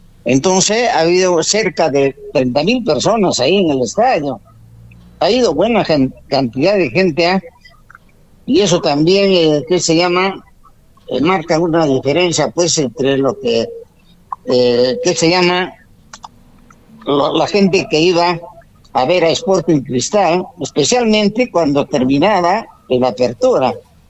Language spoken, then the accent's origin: Spanish; Peru; nuestro querido Perú